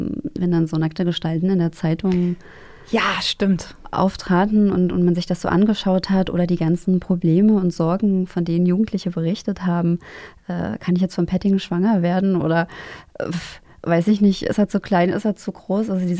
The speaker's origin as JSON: {"language": "German", "region": "Thuringia", "country": "Germany", "said": "Also ich bin Thüringerin"}